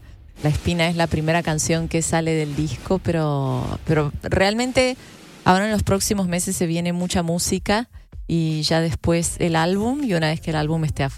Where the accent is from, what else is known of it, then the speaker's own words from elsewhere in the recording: Córdoba, Argentina; moved away as an adult; now in Mexico City, Mexico; me recuerda mucho a mi ciudad, a Córdoba, la montaña cerca, el cantadito particular